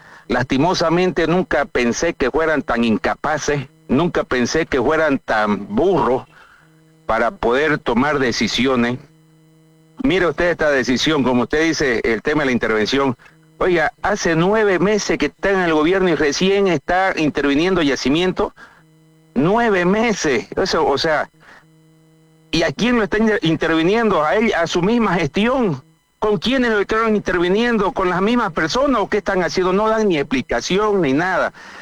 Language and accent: Spanish; Bolivia; nosotros mismos los bolivianos